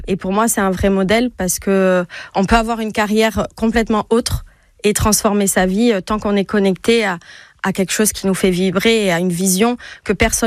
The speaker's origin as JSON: {"language": "French", "town": "Toulouse", "region": "Occitanie", "country": "France", "tie": "born or raised there", "also_born_or_lived": "Charente-Maritime", "moved": "yes", "lives_now": "Bordeaux, France", "said": "j'ai 38 ans. J'ai grandi à Toulouse, mais ça fait 12 ans que je suis bordelaise et ma famille vient de Charente-Maritime, donc c'est la Nouvelle-Aquitaine."}